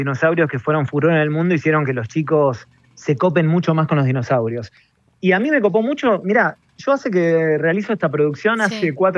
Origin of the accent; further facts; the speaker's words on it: San Lorenzo, Santa Fe, Argentina; No soy de Buenos Aires, soy de una ciudad cercana a Rosario, más allá que Rosario la amo con toda mi alma, sí. Soy de una ciudad llamada San Lorenzo